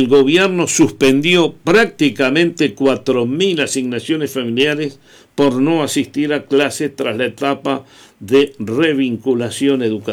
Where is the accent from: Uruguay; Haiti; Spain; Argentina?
Uruguay; tenemos caso acá en Uruguay